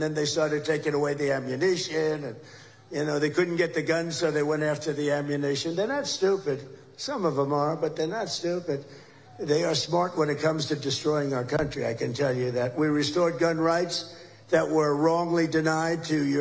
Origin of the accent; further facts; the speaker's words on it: New York City, New York, United States; And yet I'm from Fifth Avenue. Can you believe it?